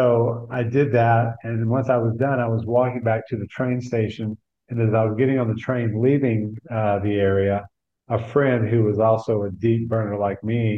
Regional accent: Texas, United States; Well, I grew up in Texas, hence the name.

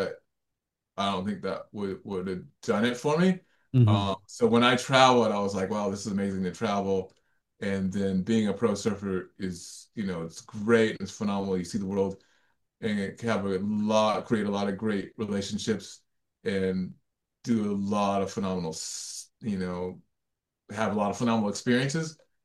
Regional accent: Virginia Beach, Virginia, United States; now in Hawaii, United States; that I grew up surfing with in Virginia Beach.

